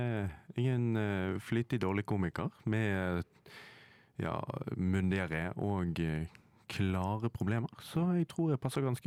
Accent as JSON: {"language": "Norwegian", "town": "Bergen", "region": "Vestland", "country": "Norway", "moved": "yes", "lives_now": "Oslo, Norway", "said": "Jeg er jo fra Bergen, og det er så smør i midten at det går."}